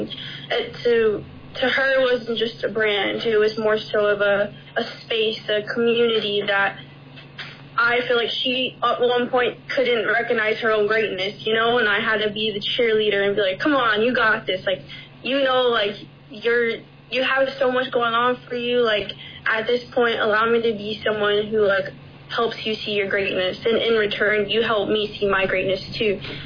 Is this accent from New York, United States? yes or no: no; Chandler, Arizona, United States; even my hometown in Chandler